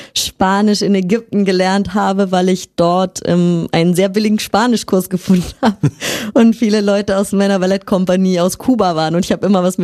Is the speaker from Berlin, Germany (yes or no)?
yes; Berlin, Germany; moved away; also born or lived in Riga / Cannes; Okay, also ich komme aus Berlin.